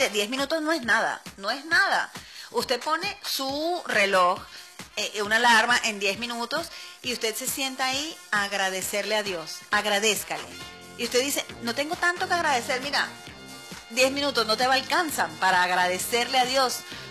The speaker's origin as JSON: {"language": "Spanish", "country": "Venezuela", "said": "nosotros somos venezolanos. Así que somos venezolanos haciendo país aquí"}